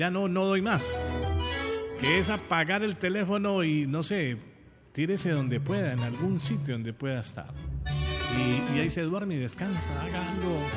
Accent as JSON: {"language": "Spanish", "town": "Pereira", "region": "Risaralda", "country": "Colombia", "tie": "born there", "moved": "yes", "said": "nací en una ciudad que es todo en la vida. Dicen que es el mejor vividero del mundo. En la querendona, trasnochadora y morena y amañadora Pereira."}